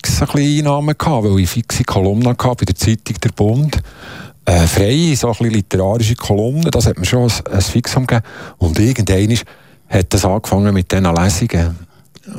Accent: Langenthal, Bern, Switzerland; Ja, es ist schon ein bisschen etwas anderes. Für uns jungen Langenthaler war Olten die S

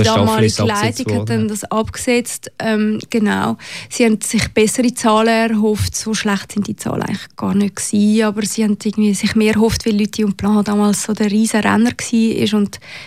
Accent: Zurich, Switzerland; now in Berlin, Germany; Ich bin halt aus Zürich gekommen und das ist so ein bisschen, ist ja die grösste Stadt, die wir haben.

